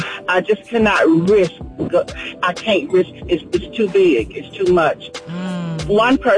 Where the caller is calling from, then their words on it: United States; I'm calling from Douglas County.